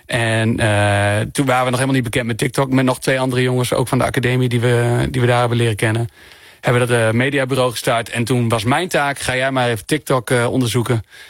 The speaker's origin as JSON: {"language": "Dutch", "region": "Groningen", "country": "Netherlands", "said": "ik kom zelf dus ook uit Oost-Groningen 0597"}